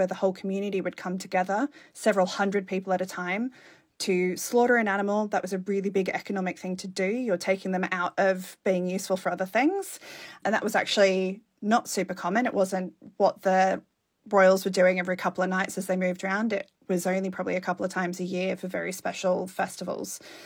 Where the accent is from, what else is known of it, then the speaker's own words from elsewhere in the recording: Australia; Like I come from Australia, barbecues and having a lot of meat